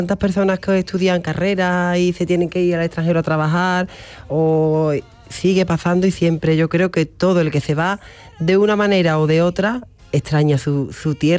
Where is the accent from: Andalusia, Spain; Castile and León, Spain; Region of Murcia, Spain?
Andalusia, Spain; La Luisiana; Pueblo de Sevilla, la Luisiana, que está justo al lado de la Sartén de Andalucía, Écija.